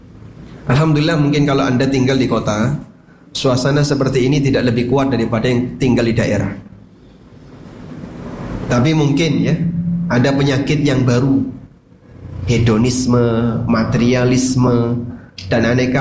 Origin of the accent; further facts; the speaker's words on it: Java, Indonesia; Misalnya saya sebagai orang Jawa yang dulu punya banyak keyakinan dari hasil budaya.